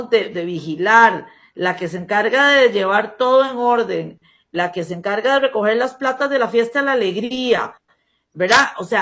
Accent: Costa Rica; also born or lived in Barcelona

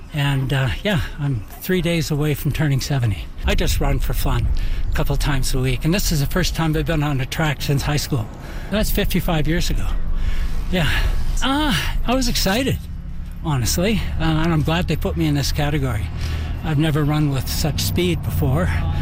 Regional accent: Nelson, British Columbia, Canada; I'm from Nelson, BC.

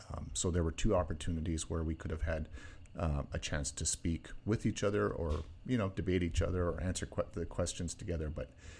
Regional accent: Naknek, Alaska, United States; my hometown of Naknek

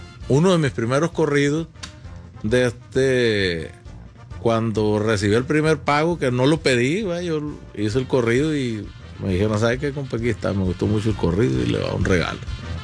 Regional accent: Culiacán, Sinaloa, Mexico; born there; Yo nací en Culiacán, Sinaloa.

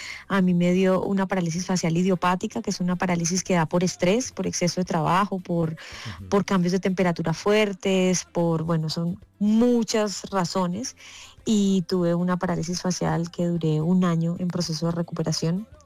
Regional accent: Caribbean coast, Colombia; Yo soy costeña

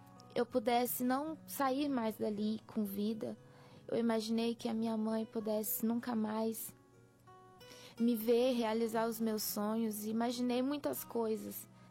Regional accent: Araçatuba, São Paulo, Brazil; A paz do Senhor … sou de Araçatuba, interior de São Paulo.

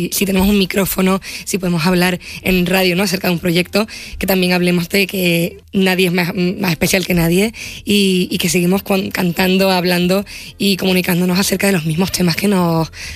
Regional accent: Los Llanos de Aridane, Canary Islands, Spain; born or raised there

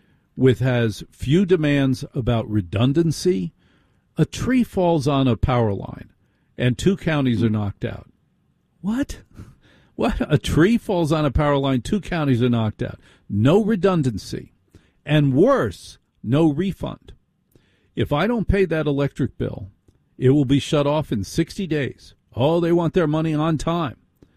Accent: Orange, New Jersey, United States; born there; I was born in Orange, New Jersey, that my birth certificate's in Orange, New Jersey?

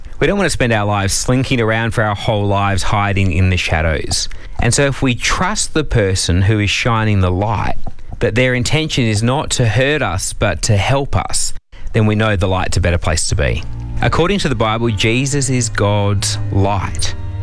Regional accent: Perth, Western Australia, Australia; I grew up in Subiaco, and one of the things about Subi is that because it's an old suburb, it has those old laneways behind the houses.

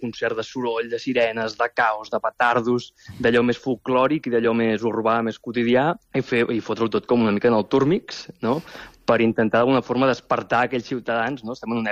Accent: Mataró, Catalonia, Spain; I jo, que sóc de Mataró i hem amat pirotècnia des de ben petit

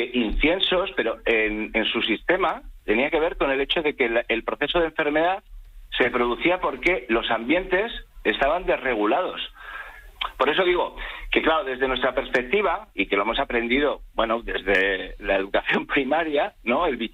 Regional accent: Madrid, Community of Madrid, Spain; yo como madrileño lo digo

